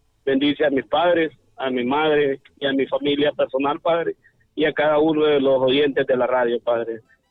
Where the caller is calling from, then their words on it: Honduras; le hablo de Los Naranjos, de Santa Cruz de Yogoa.